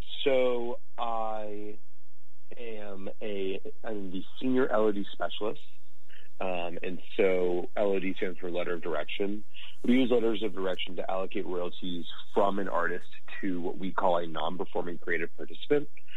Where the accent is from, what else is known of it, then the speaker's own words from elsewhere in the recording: Arlington, Virginia, United States; I'm from Arlington, Virginia.